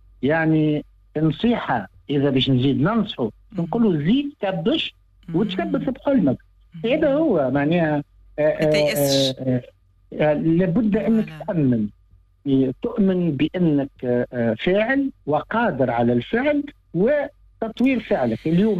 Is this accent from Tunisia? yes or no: yes; Tunisia; أنا سعيد بإني تونسي وفرحان بإني تونسي، وبإنه هويتي تونسية، وإنه بلادي تونس